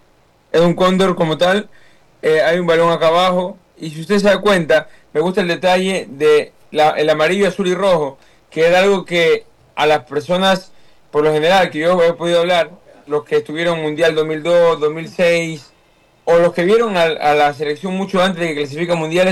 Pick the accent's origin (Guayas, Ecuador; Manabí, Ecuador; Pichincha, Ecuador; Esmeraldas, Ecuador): Manabí, Ecuador; Portoviejo; yo soy de Puerto Viejo, no vi ningún partido en Puerto Viejo.